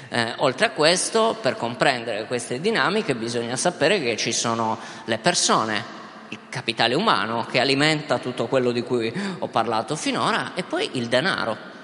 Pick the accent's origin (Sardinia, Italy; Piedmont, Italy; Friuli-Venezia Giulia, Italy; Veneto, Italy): Sardinia, Italy; siccome sono sardo, quando venivo nella penisola magari venivo valutato attraverso stereotipi